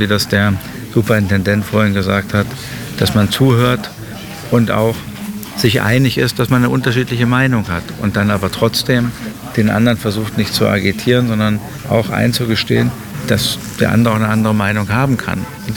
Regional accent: Aschersleben, Saxony-Anhalt, Germany

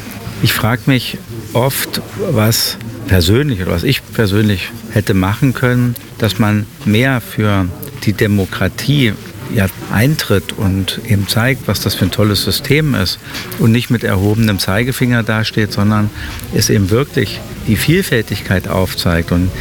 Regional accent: Aschersleben, Saxony-Anhalt, Germany; Wir dürfen uns nicht schämen, aus Aschersleben zu kommen, sondern wir kommen aus einer ganz tollen Stadt, die ganz viel zu bieten hat

